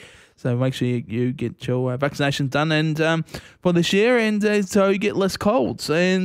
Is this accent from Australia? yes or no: yes; Currambine, Western Australia, Australia; who is tuning in all the way from my hometown in Currambine